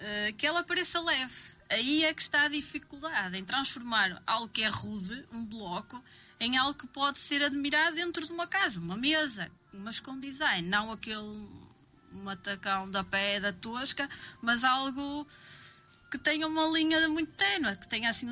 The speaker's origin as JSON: {"language": "Portuguese", "town": "Alpendurada", "region": "Norte", "country": "Portugal", "tie": "born or raised there", "also_born_or_lived": "Entre-os-Rios", "said": "eu por acaso não sou da Alpendurada, sou de Entre os Rios. Mas desde pequenina fui estudar para a Alpendurada. Desde que me lembro, lá está, vivo em Alpendurada."}